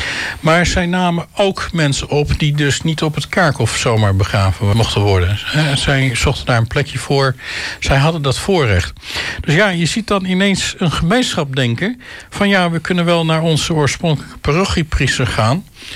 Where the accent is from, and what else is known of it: Netherlands